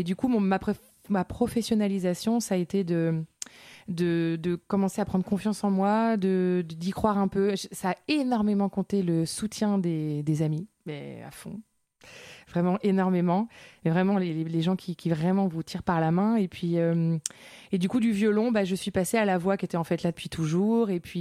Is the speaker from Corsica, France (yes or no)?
no; Lorient, Brittany, France; moi je viens de Bretagne, j'ai grandi à Lorient et donc je me sens profondément porteña, comme on dit en espagnol, c'est-à-dire habitante d'un port.